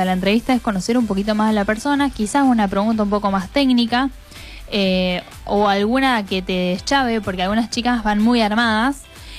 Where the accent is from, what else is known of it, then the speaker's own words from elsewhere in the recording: Argentina; ¿pero por qué tengo que estar mirando en Estados Unidos si soy de Argentina?